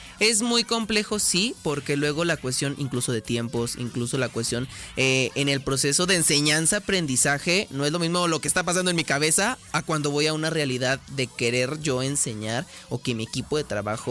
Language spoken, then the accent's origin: Spanish; Aguascalientes, Mexico; más cuando somos de Aguascalientes